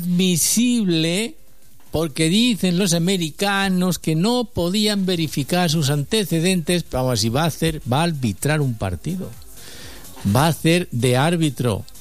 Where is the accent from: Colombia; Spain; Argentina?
Spain; Las Mesas, Castilla-La Mancha; De las Mesas, y mis padres son meseños, y mis abuelos y mis bisabuelos.